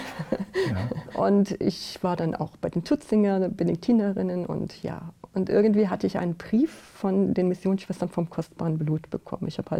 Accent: Germany; Ich komme aus dem Bistum Trier und bei uns sind halt die Weißen Schwestern sehr stark.

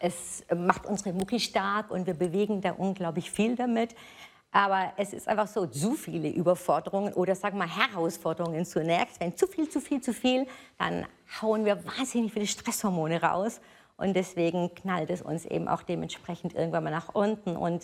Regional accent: Nuremberg, Bavaria, Germany; ich komme aus Nürnberg

